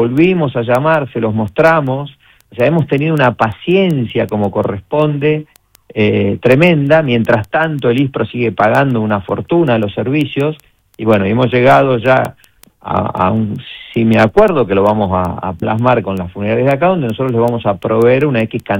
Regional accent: Argentina; no dejamos de ser argentinos, somos argentinos

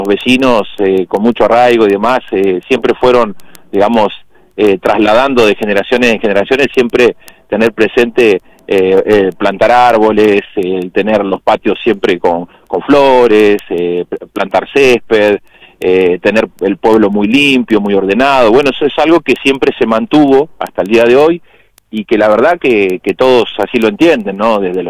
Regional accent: Argentina

